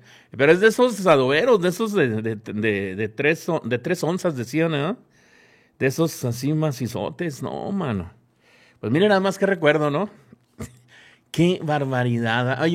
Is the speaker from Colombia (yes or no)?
no; Mexico; la casa ahí donde nos criamos todos en Altavista